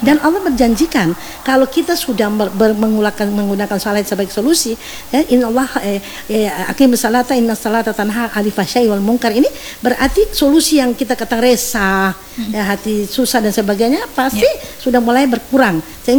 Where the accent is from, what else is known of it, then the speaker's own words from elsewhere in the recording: Ternate, North Maluku, Indonesia; Saya asli Ternate, Maluku Utara, Ternate. Ternate di Marikurubung ini tahu Marikurubung itu. Saya pergi kampung di situ.